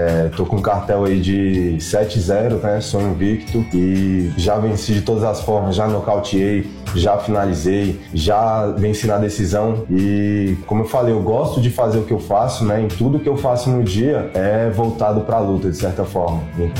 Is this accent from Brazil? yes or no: yes; Ceilândia, Federal District, Brazil; Na verdade, fui criado na Ceilândia, né? Atualmente resido em Taguatinga.